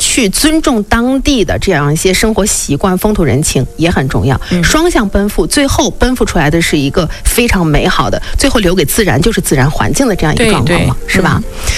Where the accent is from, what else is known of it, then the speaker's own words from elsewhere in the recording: Xilingol, Inner Mongolia, China; 因为我是土生土长的这个锡林郭勒人啊